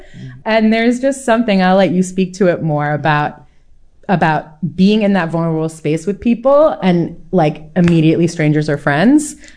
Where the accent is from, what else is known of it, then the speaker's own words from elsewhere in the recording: New York, United States; I grew up in New York. I grew up going to shows in New York